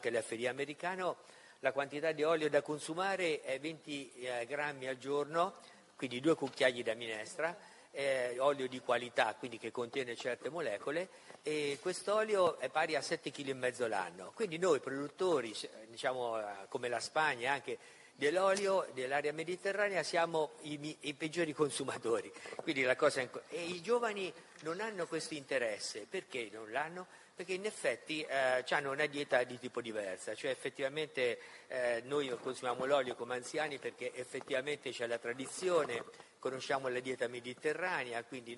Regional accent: Perugia, Umbria, Italy; vengo da Perugia.

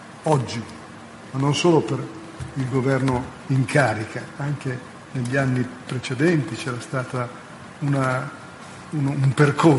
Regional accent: Quistello, Lombardy, Italy; Quistello, che è il mio paese

